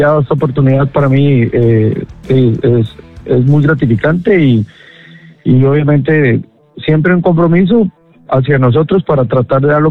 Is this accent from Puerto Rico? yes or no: no; Costa Rica; Creo que uno como costarricense siempre a la selección nunca le puede decir que no